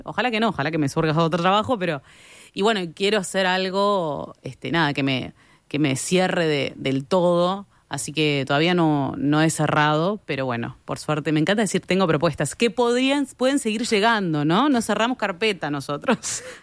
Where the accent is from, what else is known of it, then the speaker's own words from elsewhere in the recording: Uruguay; soy una uruguaya más